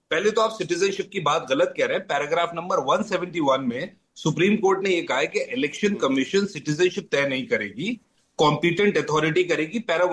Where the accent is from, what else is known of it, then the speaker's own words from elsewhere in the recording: Rampur, Uttar Pradesh, India; मैं जिस जिले से आता हूं, रामपुर यूपी से